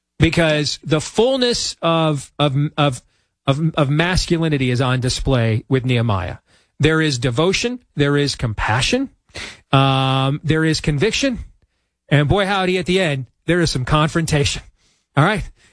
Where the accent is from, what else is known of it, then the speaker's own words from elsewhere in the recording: Iowa, United States; Rob Sand in my home state